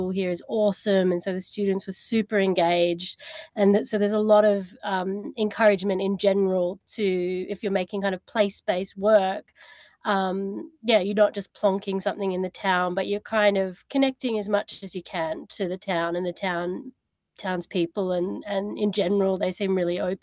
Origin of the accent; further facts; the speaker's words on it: Tasmania, Australia; moved away; So I'm from Tasmania originally